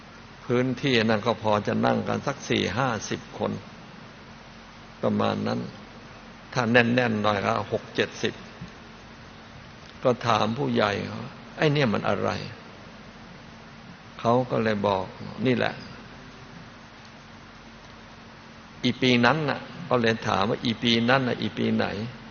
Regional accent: Kanchanaburi, Thailand; เมื่อหลวงพ่อเด็กๆ เกิดที่จังหวัดกาญจนบุรี

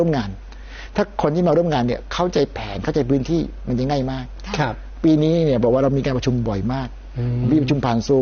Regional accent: Pattani, Thailand; ด้วยความที่ได้บอกแล้วว่าเป็นคนบ้านเกิดปัตตานี

